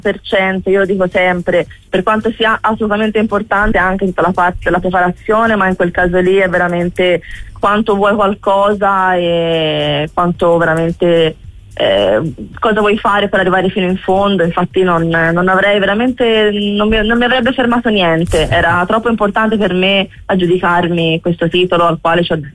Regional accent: Florence, Tuscany, Italy; essendo fiorentina io

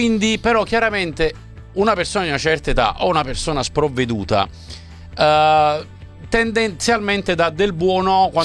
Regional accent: Naples, Campania, Italy; moved away; Io quando torno a casa, a Napoli intendo, no? E tornerò adesso questo weekend

